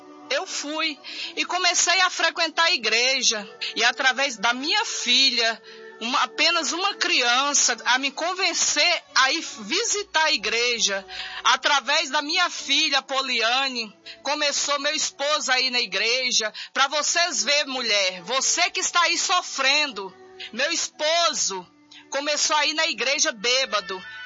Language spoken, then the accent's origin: Portuguese; Mogi Guaçu, São Paulo, Brazil; also born or lived in Vargem Grande do Sul / Belo Horizonte; sou da cidade de Mogi Guaçu.